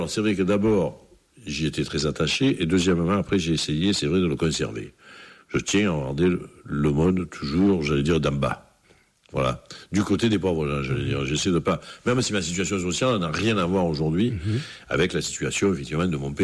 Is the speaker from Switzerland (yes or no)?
no; Marseille, Provence-Alpes-Côte d'Azur, France; Et je n'étais même pas marseillais, j'étais de l'Estac, hein, enfin, j'étais de ce quartier-là.